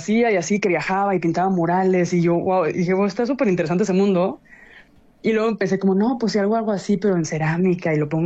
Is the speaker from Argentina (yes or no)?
no; Mexico; y para mí como mexicana, o sea, sí, sí fue un choque.